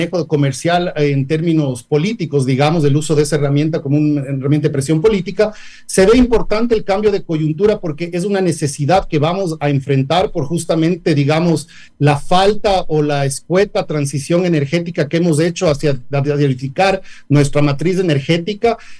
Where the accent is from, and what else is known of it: Ecuador